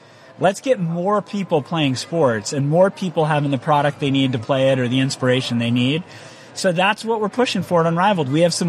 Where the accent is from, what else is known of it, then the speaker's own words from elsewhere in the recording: Whittier, California, United States; I was born in Inglewood, raised in Whittier, so East LA. We were broke a couple times over, but sports was the thing that bonded us.